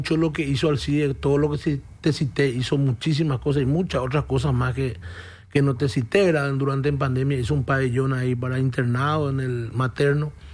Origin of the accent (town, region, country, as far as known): Fernando de la Mora, Central, Paraguay; born there